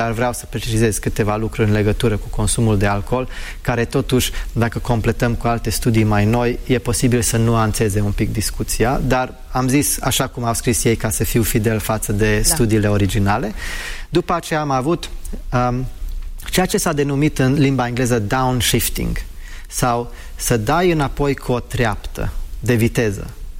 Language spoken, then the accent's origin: Romanian; United Kingdom; first language English; Romanian is a second language; moved away; Eu am crescut în Marea Britanie și fiind crescut acolo, vorbitor nativ, asta e și prima limbă, poate se simte de ce nu vorbesc corect, total corect română. Eu am învățat română mai mult ca un adult.